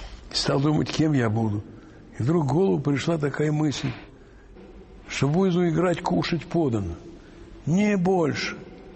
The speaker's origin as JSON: {"language": "Russian", "region": "Moscow", "country": "Russia", "tie": "born or raised there", "said": "ной москвич. Родился я на Матросской Тишине, но тоже напротив психиатрической больницы, тюрьмы, рынка."}